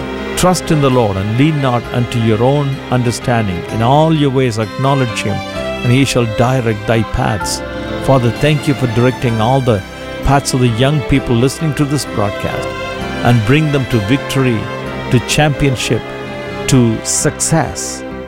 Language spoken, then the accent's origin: English; India; moved away as an adult; also born or lived in Chennai; In my hometown of India